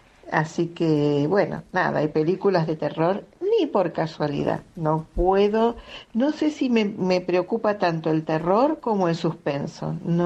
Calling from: Buenos Aires, Argentina

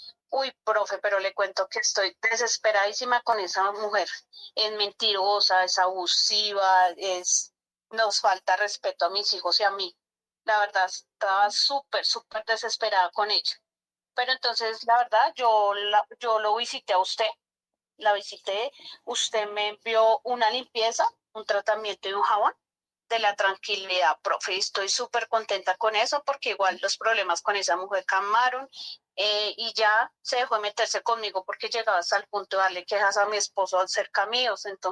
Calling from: Granada, Cundinamarca, Colombia; lo estoy llamando desde Granada, Cundinamarca

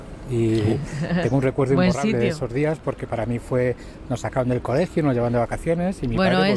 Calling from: Madrid, Community of Madrid, Spain; Hola, buenas. … de Madrid.

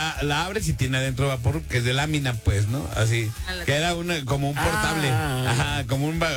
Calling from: Toronto, Ontario, Canada

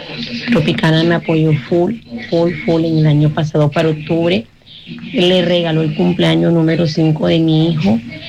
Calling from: Barranquilla, Atlántico, Colombia; Y soy de Barranquilla

